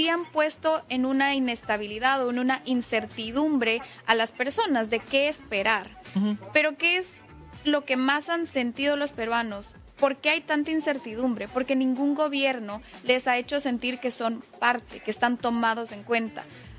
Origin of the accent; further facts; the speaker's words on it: Ecuador; moved away; also born or lived in Mexico; yo soy de Ecuador y... Viví un tiempo en México donde tuve mi mayor exposición política